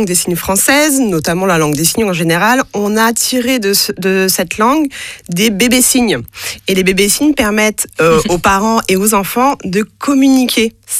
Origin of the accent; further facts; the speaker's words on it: France; first language French Sign Language; mes parents sont sourds-signants, donc ils parlent la langue des signes française, et donc c'est ma langue maternelle.